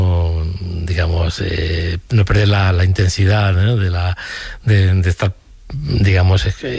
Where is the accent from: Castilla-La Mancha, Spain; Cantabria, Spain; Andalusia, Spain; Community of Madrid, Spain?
Andalusia, Spain; Córdoba; la ciudad que más en la cual me gustaría pues tener ese faro es mi ciudad natal, uh-huh, Córdoba